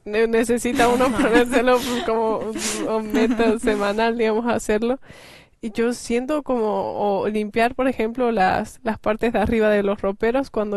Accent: La Paz, Bolivia; yo nací en La Paz, Bolivia, y ahí hace mucho frío

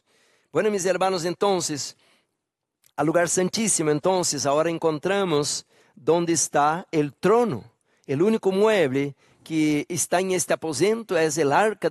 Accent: Brazil; now in Bolivia; aquí estoy en Bolivia, yo no soy boliviano, pero soy brasileño.

